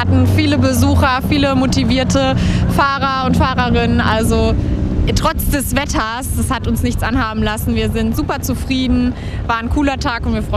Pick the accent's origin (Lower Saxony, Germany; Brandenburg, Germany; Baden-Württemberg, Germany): Lower Saxony, Germany; Wendeburg; ich bin 16. Ich komme aus Wendeburg.